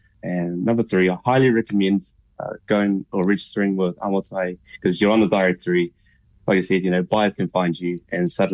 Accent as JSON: {"language": "English", "town": "West Auckland", "region": "Auckland", "country": "New Zealand", "tie": "born or raised there", "said": "… Raised in West Auckland, Massey and Rānui. I'm a Scottish, Māori and Tongan descent."}